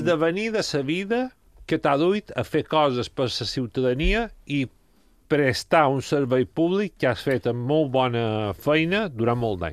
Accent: Santa Margalida, Balearic Islands, Spain; la patrona de Santa Maria Lídia, que és el meu poble

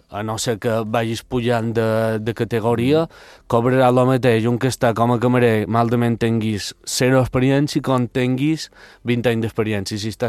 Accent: Balearic Islands, Spain; No, jo soc mallorquí, me diu, no, saps, com que no s'ho creuen, però sí, jo tinc un exent, a més per si gent mallorquina...

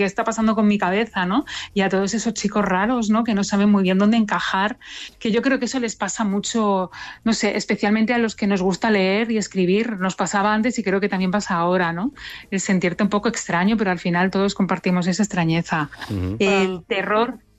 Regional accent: Andratx, Balearic Islands, Spain; born there; me encanta mi pueblo y volverá a salir Andratx también.

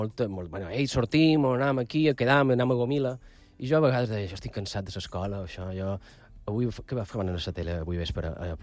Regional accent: Sant Carles de la Ràpita, Catalonia, Spain; Ah, sí, és a Ràpita. Som molt de la Ràpita.

